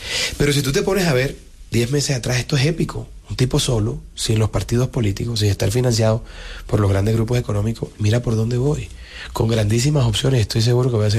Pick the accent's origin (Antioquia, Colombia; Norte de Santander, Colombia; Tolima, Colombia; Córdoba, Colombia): Córdoba, Colombia; Montería; also born or lived in Bogotá; Yo también soy monteriano.